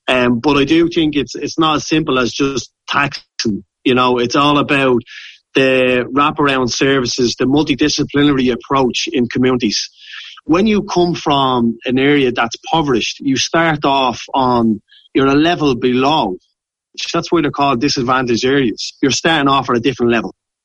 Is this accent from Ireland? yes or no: yes; Ireland; we have as Irish people.